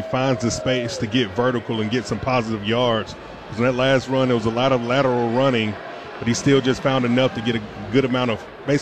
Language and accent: English; Mobile, Alabama, United States; another guy from Mobile, Alabama, got to shout out my hometown, home of Mardi Gras